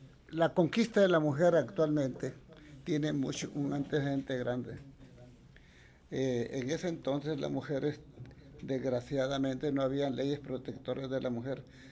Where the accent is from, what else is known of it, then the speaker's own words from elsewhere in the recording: San Francisco de Ojuera, Santa Bárbara, Honduras; Yo nací en San Francisco de Ojuera, Santa Bárbara. Soy patepluma.